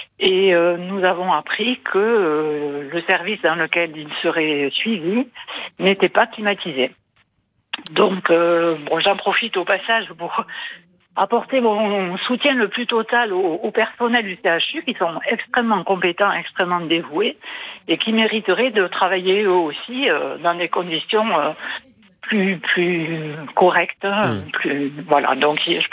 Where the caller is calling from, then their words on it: Toulouse, Occitanie, France; j'appelle de Toulouse.